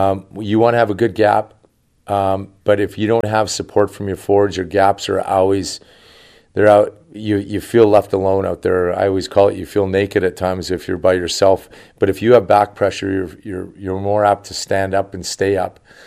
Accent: Western Canada, Canada; also born or lived in Boston; now in Northern California, United States; we grew up in Western Canada

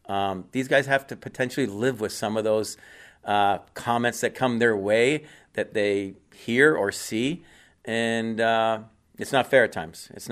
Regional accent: Chatham, Ontario, Canada; born or raised there

